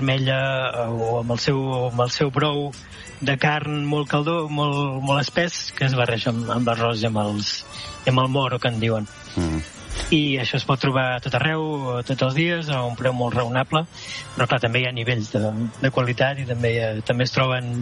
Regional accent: Catalonia, Spain; moved away as an adult; now in Caribbean; a mi com a català

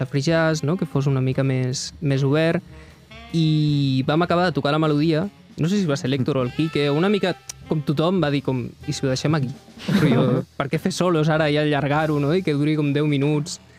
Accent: Barcelona, Catalonia, Spain; soc de Sant Andreu de pràcticament tota la vida

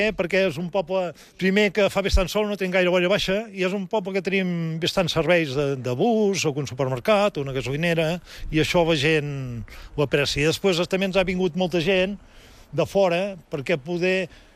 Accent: Taradell, Catalonia, Spain; jo sóc nascut i parlo i visc a Taradell.

